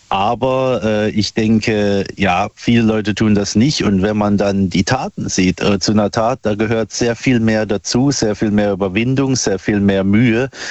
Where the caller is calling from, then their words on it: Buchen, Baden-Württemberg, Germany; Aus Buchen im schönen Odenwald